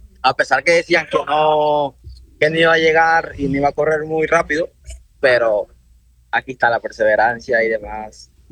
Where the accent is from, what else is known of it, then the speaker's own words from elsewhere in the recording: Machala, El Oro, Ecuador; Yo salí desde la provincia del Oro, Machala, entrenando en una pista de tierra.